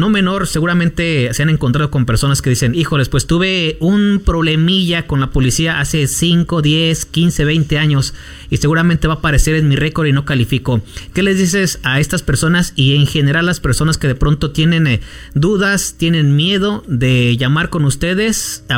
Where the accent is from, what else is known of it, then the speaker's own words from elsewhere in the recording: Mexico; now in United States; como somos mexicanos, ¿no? La mayoría tendemos a visitar nuestro país, ¿no?